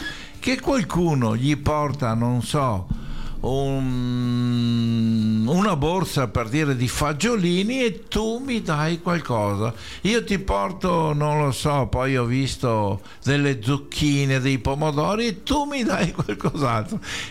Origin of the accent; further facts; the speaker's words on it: Saonara, Veneto, Italy; faccio presente che Antonio abita a Saonara, nel mio paese praticamente.